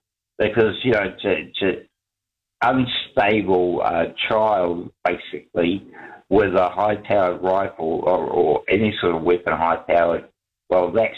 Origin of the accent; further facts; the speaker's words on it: Bay of Plenty, New Zealand; now in Napier, New Zealand; I'm from the Bay of Plenty and we woke up in 6 degrees and we went to school without shoes. Because we were so poor for a kickoff. I come from the Bay of Plenty